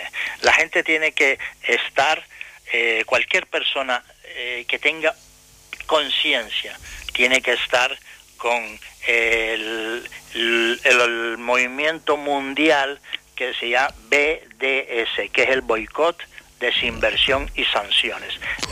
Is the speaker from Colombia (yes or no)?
no; Palestine; moved away; convirtiendo a la gran mayoría de los palestinos en refugiados y viviendo fuera del país. A mi casa, mi tierra, me la quitaron